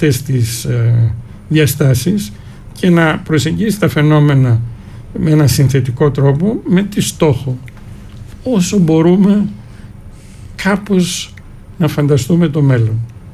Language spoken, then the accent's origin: Greek; Greece